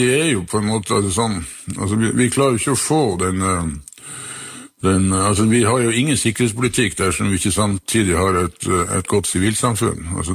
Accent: Northern Norway, Norway; Så det kan jo være håpet at vi som nordlendinger klarer å overbevise verden om at det er faktisk her oppe det flotteste del av verden befinner seg.

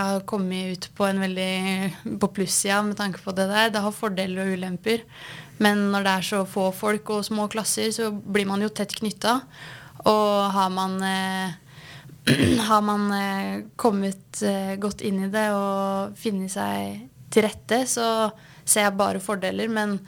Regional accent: Nore og Uvdal, Buskerud, Norway; Oppveksten min i Nore Udral har hatt altså vært alt man kan drømme om egentlig, litt store ord, men jeg ville ikke hatt noen annen oppvekst. Det har vært frihet og mulighet til å utfolde seg og trygge rammer

